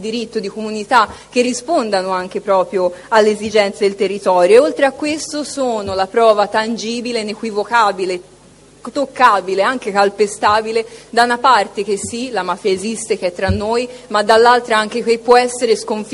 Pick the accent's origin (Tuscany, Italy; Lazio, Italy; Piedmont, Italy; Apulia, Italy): Tuscany, Italy; io sono toscana